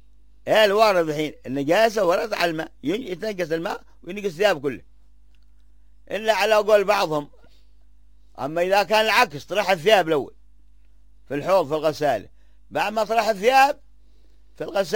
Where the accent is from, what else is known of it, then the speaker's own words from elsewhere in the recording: Hadhramaut, Yemen; العذراء عندنا في حضرموت لا تزين بأي زينة